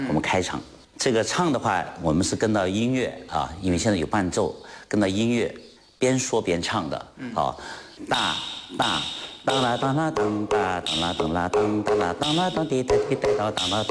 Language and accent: Chinese; Jiangxi, China; 我们江西这边都是属于采茶戏，我们的吉安采茶戏，赣南这个赣南采茶戏，是这样。